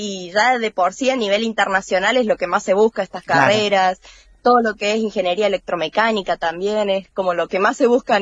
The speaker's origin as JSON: {"language": "Spanish", "region": "Córdoba", "country": "Argentina", "moved": "as an adult", "lives_now": "Villa Mercedes, Argentina", "said": "yo vengo de Córdoba"}